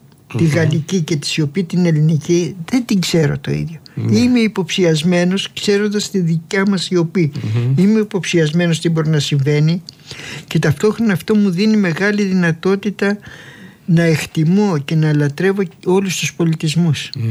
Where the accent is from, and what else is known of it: Chania, Crete, Greece